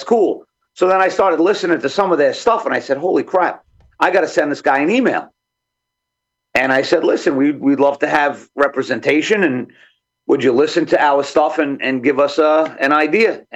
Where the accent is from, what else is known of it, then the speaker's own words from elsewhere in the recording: Nassau County, New York, United States; now in Suffolk County, United States; I was from Nassau County. Okay. I don't know if you know Long Island. These guys are in Suffolk County. So this was like the country to me when I grew up, but I moved out to Suffolk